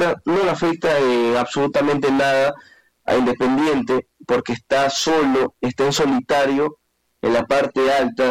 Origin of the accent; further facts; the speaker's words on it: Ecuador; Y a mí sí me preocupa como ecuatoriano que un club a vísperas de su participación no esté teniendo un gran momento